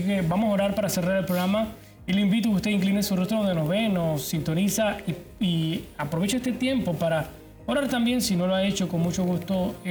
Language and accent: Spanish; Chitré, Herrera, Panama; Allá en mi tierra, en Chitre, nosotros café mascado o sin mascar.